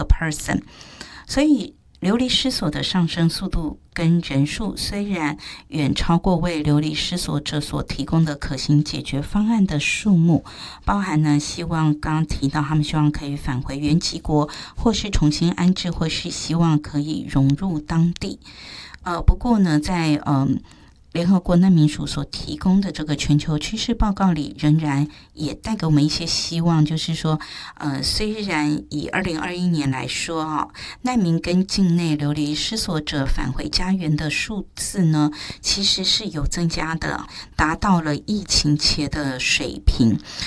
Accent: Taiwan; 我觉得我们台湾人性情很善良

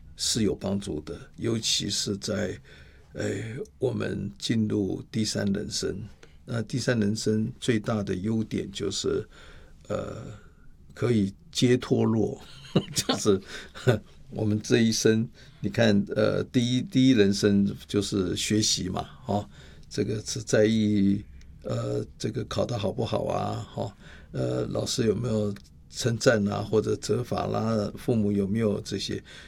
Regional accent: Taiwan; 我们台湾人最会想到那个接后那一首歌嘛

